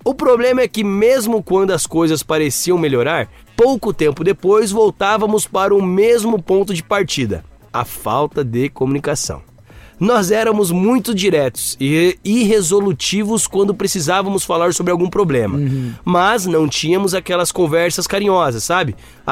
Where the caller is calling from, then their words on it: Feira de Santana, Bahia, Brazil; Eu sou de Feira de Santana.